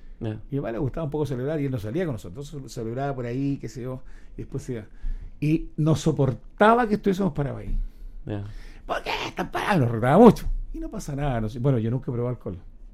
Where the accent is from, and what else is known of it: Chile; born there